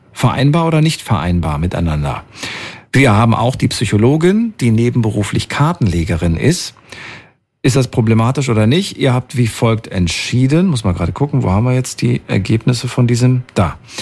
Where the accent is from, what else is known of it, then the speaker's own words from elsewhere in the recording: Thuringia, Germany; Bin ja aus Thüringen und so weiter. Und da war FKK ganz normal, ne, in der ehemaligen, ja, DDR.